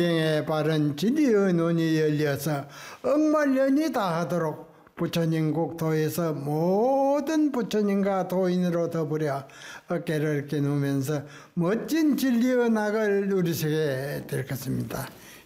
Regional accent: Namhae, South Gyeongsang, South Korea; born there; 산성은 경남 그 남해 절이지요. 들어오는 입구의 그 마을에서 태어났습니다.

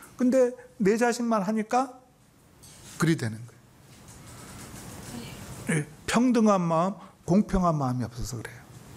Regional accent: South Korea; 나는 한국 사람이라서

